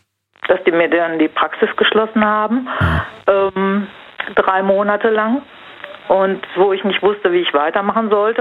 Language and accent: German; Pfeddersheim, Rhineland-Palatinate, Germany; Ich bin aus Feddersheim bei Worms.